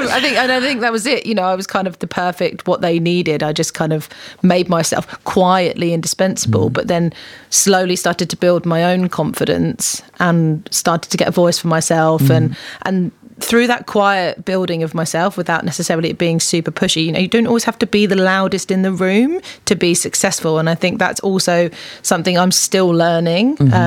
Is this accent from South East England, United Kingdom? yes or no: yes; South East England, United Kingdom; I was a little girl from the countryside in Kent, suddenly thrown into this very uber cool rock and roll environment.